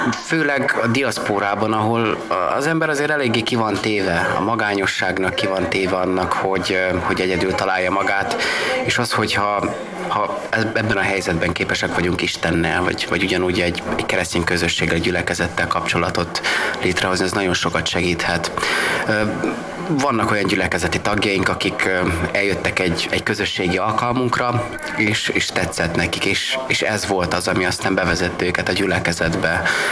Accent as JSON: {"language": "Hungarian", "region": "Satu Mare County", "country": "Romania", "moved": "as an adult", "lives_now": "Melbourne, Australia", "said": "Tavaly januárban érkeztünk, mi Erdélyből, pontosabban Párciumból érkeztünk, a határ menti területekről, Szatmár megyéből származunk mind a ketten, én is és a feleségem is"}